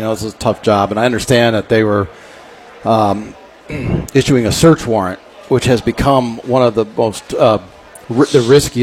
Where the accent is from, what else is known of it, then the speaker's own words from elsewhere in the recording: Indiana, United States; Yeah, I'm from Lake County.